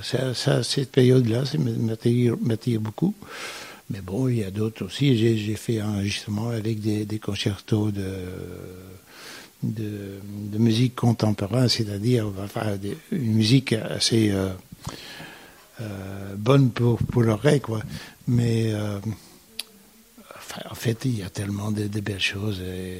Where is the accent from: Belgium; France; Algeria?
Belgium; je suis belge, mais je suis en dehors